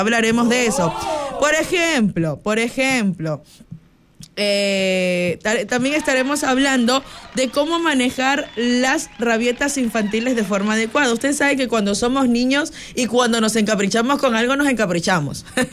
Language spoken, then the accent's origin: Spanish; Ecuador; como ecuatorianos, obviamente ver tus colores en un escenario siempre va a ser importante.